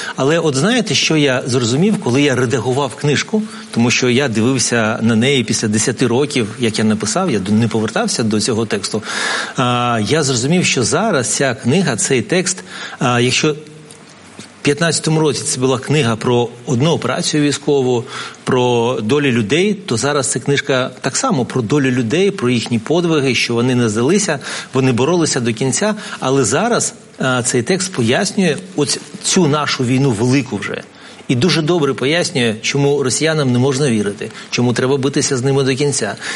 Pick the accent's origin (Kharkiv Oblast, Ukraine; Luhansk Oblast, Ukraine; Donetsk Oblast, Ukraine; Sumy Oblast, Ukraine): Sumy Oblast, Ukraine; Sumy; Я сам із Сум